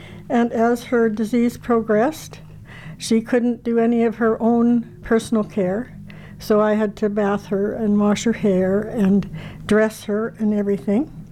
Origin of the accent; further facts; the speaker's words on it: Saskatchewan, Canada; Well, I grew up back in the sticks. There were 8 school districts and no town.